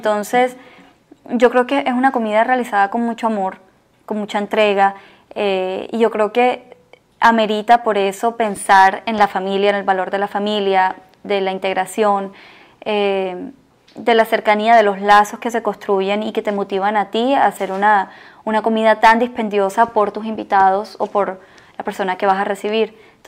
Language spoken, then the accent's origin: Spanish; Barranquilla, Atlántico, Colombia